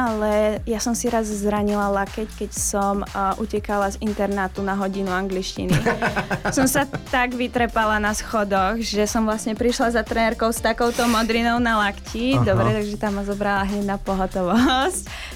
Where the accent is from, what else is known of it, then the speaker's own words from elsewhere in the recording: Banská Bystrica Region, Slovakia; ja som z Horehronia, konkrétne z Odhranca.